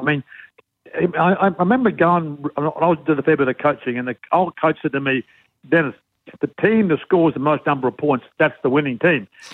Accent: Brisbane, Queensland, Australia; born there; And Perth, but Brisbane, because I was born in Brisbane. I don't tell many people about that either, Murray.

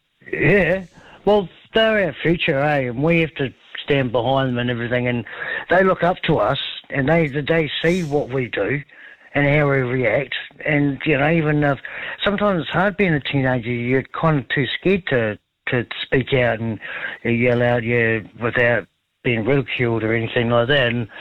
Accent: New Zealand; born there; it's our right as being born here as a Kiwi

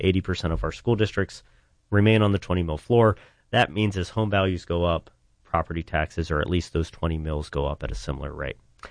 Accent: Ohio, United States; now in New Albany, United States; And I'm originally from Eastern Ohio, so I didn't really have ties to the Central Ohio area

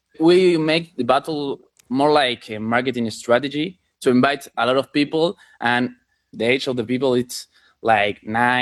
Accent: Argentina; English is a second language; Hello, James. … I'm from Argentina.

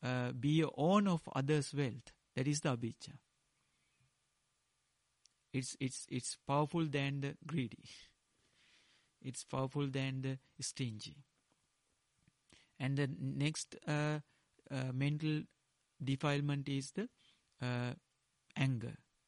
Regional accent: Sri Lanka; first language Sinhala; English is a second language; I learned this in Dhamma, in Pali, directly in Pali, or in my mother language, in Sinhala.

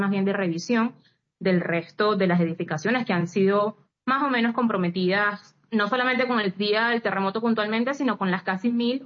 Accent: La Guaira, Venezuela; moved away as an adult; now in Caracas, Venezuela; yo soy oriunda de ese estado, aunque vivo en Caracas. Mi familia todavía se encuentra viviendo allá.

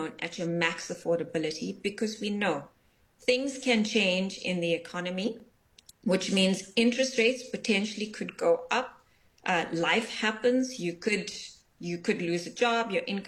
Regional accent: South Africa; as a young female growing up in South Africa.

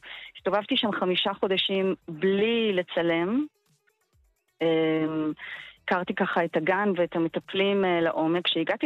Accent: Kinneret, Northern District, Israel; אני גדלתי בכנרת המושבה, זה מקום ככה עם היסטוריה מאוד ענפה

